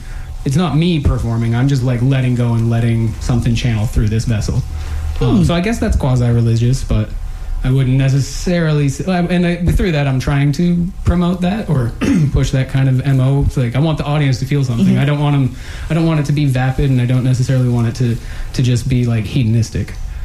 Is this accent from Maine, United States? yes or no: yes; Maine, United States; moved away; I'm originally from Maine, like I said, and it's much colder climate up there.